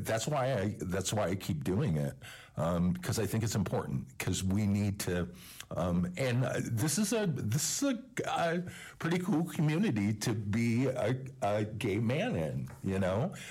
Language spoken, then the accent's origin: English; Jamestown, United States; I grew up in Jamestown, and I felt that I remember growing up and feeling that I had to leave Jamestown in order to be safe or be part of a community and be open.